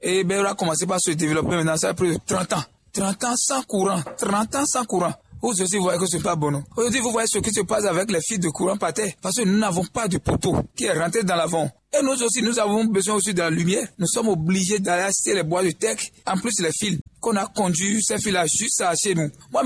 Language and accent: French; Benin; Nous sommes des hommes, nous sommes des Béninois.